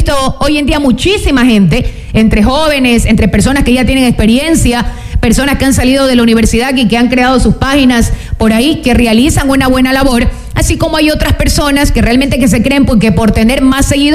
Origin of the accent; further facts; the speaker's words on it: Ecuador; aquí, como buenos ecuatorianos